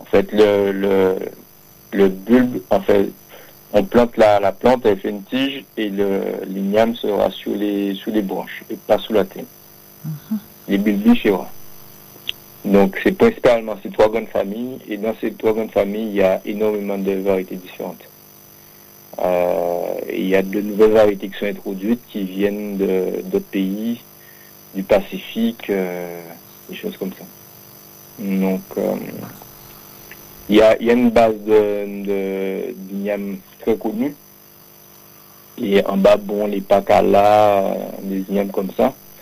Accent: Les Abymes, Guadeloupe; Et moi en fait je suis originaire des Grands Fonds Grand Fond des Abîmes.

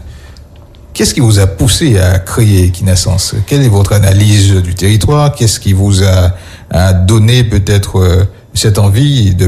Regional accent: Guadeloupe; J'ai grandi un peu sur la Bastère quand j'étais petit, et j'aime beaucoup cette zone de la Guadeloupe

